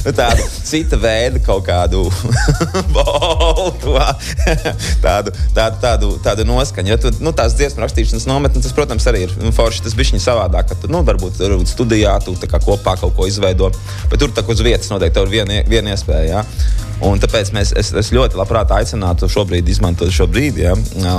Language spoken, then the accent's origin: Latvian; Saldus Municipality, Latvia; now in Riga, Latvia; jā. Es esmu puisis no Saldus rajonā, kas dzīvo Rīgā un citās pilsētās pasaulē